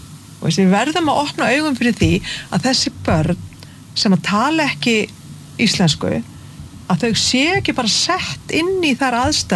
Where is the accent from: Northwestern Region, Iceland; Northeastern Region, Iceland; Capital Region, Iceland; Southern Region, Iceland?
Northwestern Region, Iceland; Hvammstangi; ég þekki til þess eins og fyrir norðan á Hvammstanga sem er var mín heimabyggð